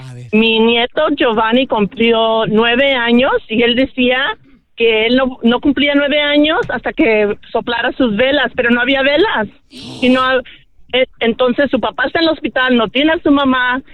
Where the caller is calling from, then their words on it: Riverside, California, United States; De Riverside.